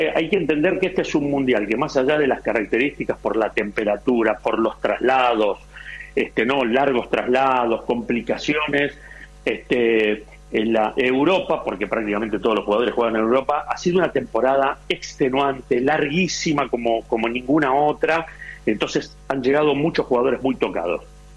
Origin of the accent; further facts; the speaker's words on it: Argentina; moved away as an adult; now in Spain; Entre argentinos lo podemos decir.